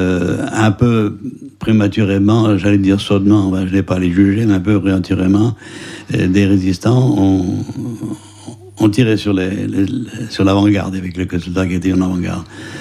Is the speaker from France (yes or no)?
yes; Douarnenez, Brittany, France; Je suis arrêté, sans aucun mérite de ma part, à Poule-David, dans mon village natal, Poule-David-sur-Mer